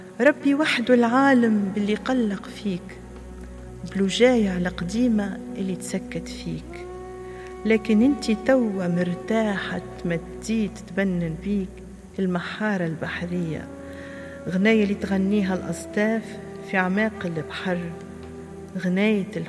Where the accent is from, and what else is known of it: Tunisia